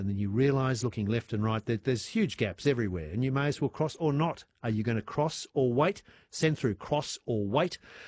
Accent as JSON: {"language": "English", "country": "Australia", "tie": "born or raised there", "said": "me, growing up in Australia, well, I think we're a lot of crossers."}